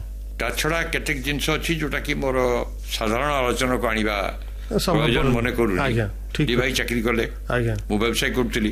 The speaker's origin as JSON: {"language": "Odia", "town": "Rairangpur", "region": "Odisha", "country": "India", "tie": "born or raised there", "said": "ସେ ମୟୂରଭଞ୍ଜ ଷ୍ଟେଟ୍ରେ ଚାକିରି କଲେ, ମୁଁ ଜନ୍ମ ରାଇରଙ୍ଗପୁରରେ, ଏଠିକା ଲୋକ, ଏଠିକା ଜଳବାୟୁ, ଏଠିକା ପରିବେଶ ସବୁଥିରେ ମୁଁ ହେଲି।"}